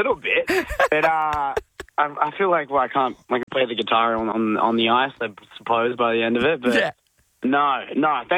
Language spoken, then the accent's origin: English; Australia; accent: Australian; like for the chemistry read in my normal accent, probably just getting up to no good. And they were like, do you want to just do it in Australian while you're at it?